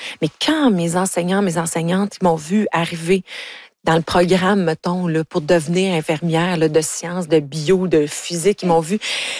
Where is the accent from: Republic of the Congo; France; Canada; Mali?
Canada; Ontario; parce que moi, je viens de l'Ontario.